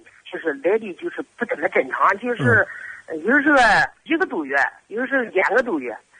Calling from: Anhui, China; 我是安徽的。

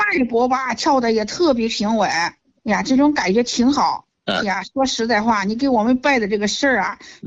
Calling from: Tianjin, China; 我是天津的。

